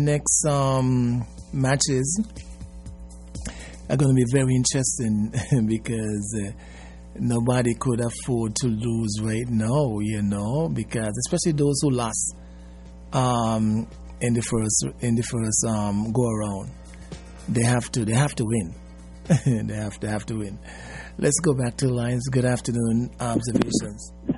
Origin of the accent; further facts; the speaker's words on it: Bastia, Corsica, France; But I am from Bastia, and my preference is to have the cup stay in Bastia.